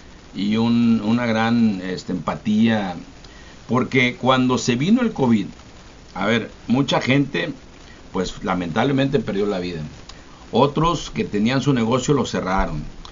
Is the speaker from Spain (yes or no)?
no; Ciudad Victoria, Tamaulipas, Mexico; yo nací aquí en Ciudad Victoria hace ya 54 años